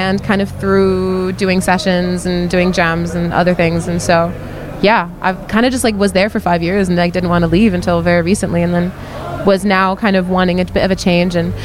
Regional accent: France; moved away as an adult; also born or lived in Germany / Scotland; now in London, United Kingdom; So I'm half American, half French. Sick. Grew up in between France and Germany actually, and then went to Scotland for uni. And then was in Aberdeen first, big up the Dons. And then when I graduated, moved to Glasgow

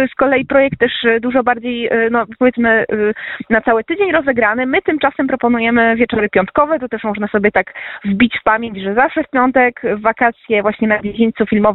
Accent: Katowice, Silesian Voivodeship, Poland; now in Warsaw, Poland; ja też jestem z Katowic

